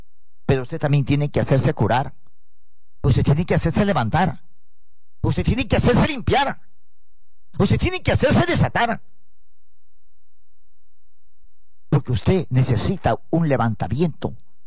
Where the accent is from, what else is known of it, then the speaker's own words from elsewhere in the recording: Sondorillo, Piura, Peru; Yo vengo de Salalá, Sondolillo, mi tierra, que me vio nacer.